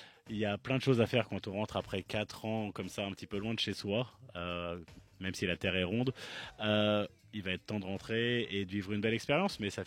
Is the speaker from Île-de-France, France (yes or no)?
no; Nantes, Pays de la Loire, France; Je rentre chez moi à Nantes dans l'Ouest.